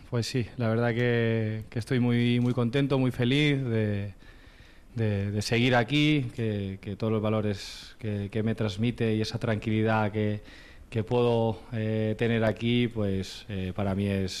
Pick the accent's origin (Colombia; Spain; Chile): Spain; Jávea, Valencian Community; moved away; en mi pueblo, en Javea